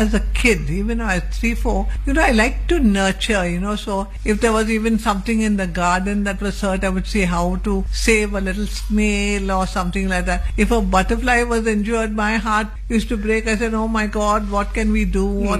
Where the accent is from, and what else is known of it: Karnataka, India; English is a second language